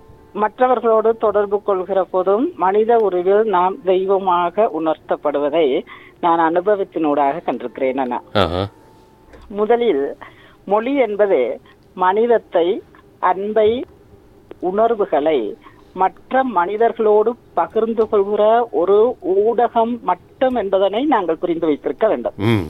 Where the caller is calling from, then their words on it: Sri Lanka